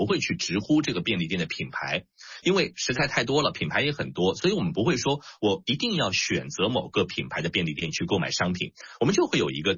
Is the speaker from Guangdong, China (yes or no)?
no; Shanghai, China; 我们上海人